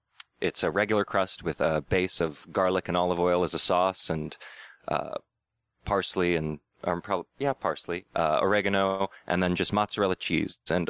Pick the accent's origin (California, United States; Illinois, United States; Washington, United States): California, United States; Growing up in California, pretty much the only condiment there was ranch and Thousand Island